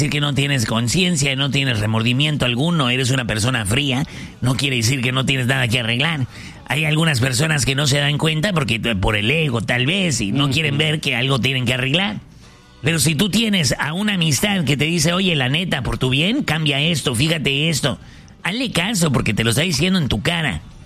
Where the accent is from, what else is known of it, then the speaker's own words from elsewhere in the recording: Ciudad Obregón, Sonora, Mexico; Yo soy de Ciudad Obregón